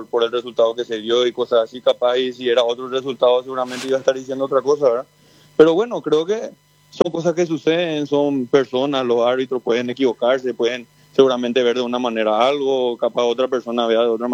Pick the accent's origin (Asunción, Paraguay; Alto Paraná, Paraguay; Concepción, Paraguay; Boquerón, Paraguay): Asunción, Paraguay; moved away; Yo soy de Asunción, Barrio Jara.